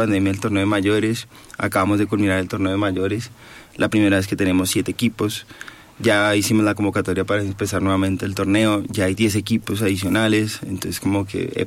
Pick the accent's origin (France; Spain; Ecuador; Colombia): Colombia; Bogotá, Bogotá D.C.; born there; yo practico béisbol desde que tengo 5 años aquí en Bogotá